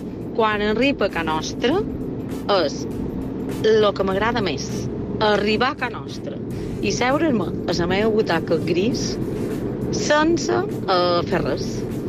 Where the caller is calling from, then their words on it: Esporles, Balearic Islands, Spain; Som d'Esporles.